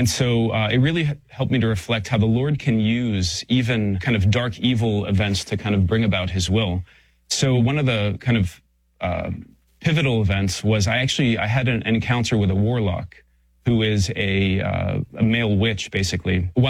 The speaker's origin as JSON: {"language": "English", "town": "Pittsburgh", "region": "Pennsylvania", "country": "United States", "tie": "born or raised there", "also_born_or_lived": "Saudi Arabia", "said": "And then when I was eight, we moved to Pittsburgh, Pennsylvania. And so I grew up in Pittsburgh, had a really good childhood and a loving family."}